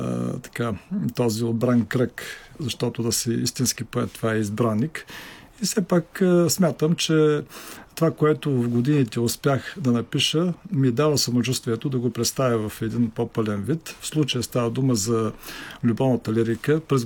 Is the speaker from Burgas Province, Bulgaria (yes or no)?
no; Dimitrovgrad, Haskovo Province, Bulgaria; moved away; във вестник Димитровградска правда, откъдето съм от този град съм аз тръгнал всъщност в живота, а и в словото.